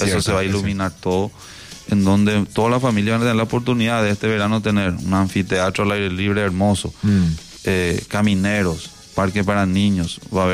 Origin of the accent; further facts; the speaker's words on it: Campichuelo, Itapúa, Paraguay; Bueno, yo soy de Campichuelo